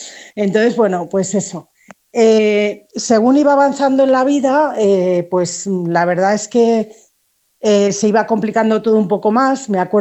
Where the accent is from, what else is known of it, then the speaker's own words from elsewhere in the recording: Spain; born there; yo nací en una familia muy católica en España, como podéis ver por mi acento